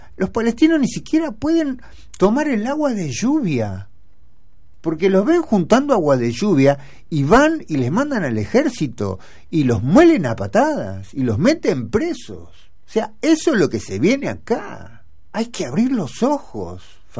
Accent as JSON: {"language": "Spanish", "town": "Villa Fiorito", "region": "Buenos Aires Province", "country": "Argentina", "said": "como somos de Fiorito."}